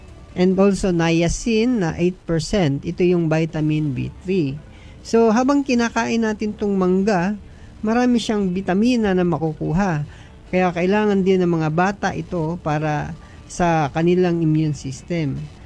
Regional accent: Manila, Metro Manila, Philippines; Pasensya na mo, kayo, ako'y Tagalog talaga, no? Gikan pa ako sa Manila.

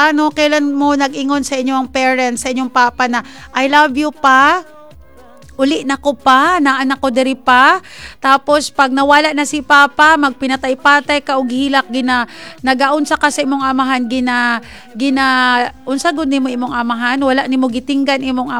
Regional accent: Western Visayas, Philippines; Opo, from origin po kami, Samlang. Opo, we are Ilonggo. Ayan. Ilonggo po yung pure Ilonggos po ang aking father. And then mestiza naman, Castilla mestiza.

